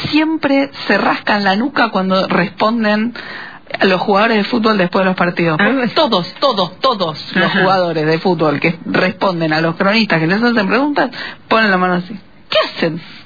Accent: Béccar, Buenos Aires Province, Argentina; yo soy de Becar. Y mis viejos tienen la casa ahí

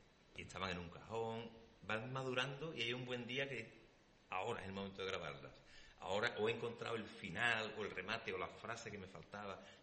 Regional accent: Sanlúcar de Barrameda, Andalusia, Spain; born there; moved away; estaba acordándome de mi pueblo, de mi tierra, estaba acordándome, tenía añoranza, tenía... Y en un... Pues me dejé llevar la imaginación y me estaba viendo volando como un espíritu etéreo por las calles de Sanlúcar

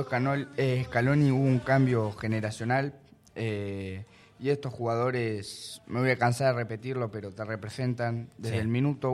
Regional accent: Argentina; los que somos argentinos

